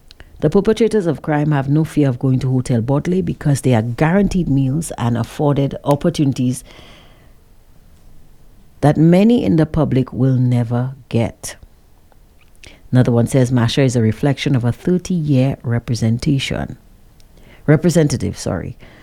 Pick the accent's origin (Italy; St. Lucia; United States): St. Lucia; born there; I was born in Cicero, but I didn't spend most of my life there.